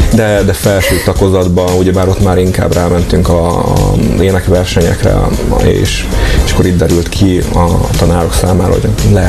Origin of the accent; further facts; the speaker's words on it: Mikepércs, Hajdú-Bihar, Hungary; also born or lived in Debrecen; Én Debrecenben születtem, és egy éves koromban költöztünk ki Miképécsre, és azóta is ott élek